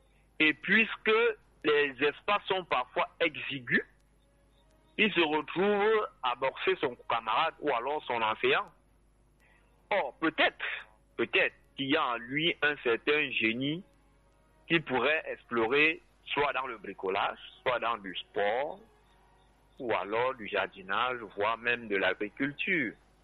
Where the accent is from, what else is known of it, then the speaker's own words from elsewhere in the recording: Cameroon; notre véritable moi en tant que Camerounais